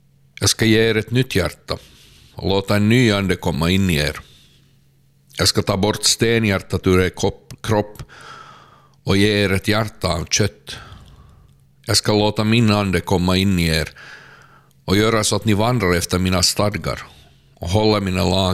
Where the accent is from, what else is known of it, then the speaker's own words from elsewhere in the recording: Karneby, Sweden; och jag kommer från Karneby.